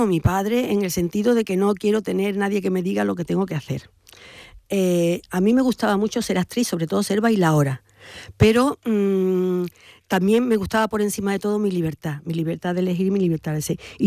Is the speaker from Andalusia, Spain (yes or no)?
yes; Seville, Andalusia, Spain; posiblemente una de mis etapas más felices fue mi infancia en el Cerro del Águila.